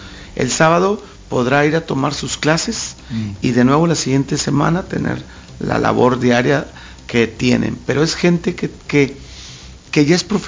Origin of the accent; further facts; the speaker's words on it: Ciudad Madero, Tamaulipas, Mexico; moved away as an adult; also born or lived in Guerrero / Lázaro Cárdenas, Michoacán / Tapachula, Chiapas / Toluca; now in Colima, Mexico; regresé a mi casa, soy de Ciudad Madero, Tamaulipas, del TEC de Madero.